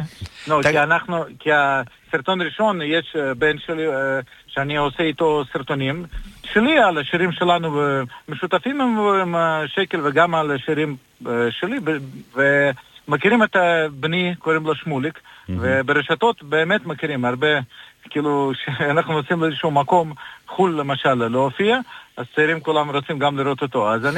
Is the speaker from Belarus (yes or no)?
yes; Belarus; Hebrew is a second language; moved away as an adult; also born or lived in Ukraine; now in Israel; אני חבדניק, אני עליתי לפני ארבע שנים מאוקראינה, כאילו אני במקור בבלרוס, עבדתי באוקראינה, בקהילה יהודית, אז אני חבדניק דתי